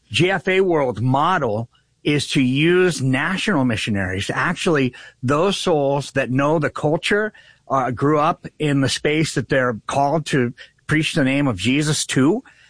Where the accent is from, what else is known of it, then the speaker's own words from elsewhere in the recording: New Hampshire, United States; also born or lived in Tennessee / Virginia; now in Southern California, United States; I've lived all across the country, growing up in New Hampshire, lived in Tennessee, Virginia, here.